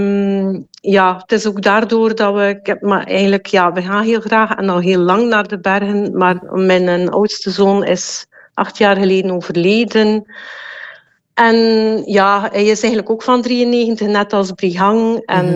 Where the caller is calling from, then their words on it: Ardooie, Flanders, Belgium; Ik ben van West-Vlaanderen, ja. Ik ben van Ardooien.